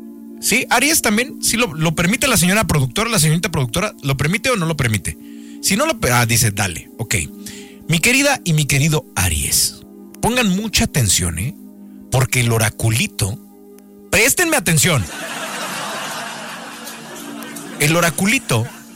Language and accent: Spanish; Mexico; yo crecí en la Flores Magón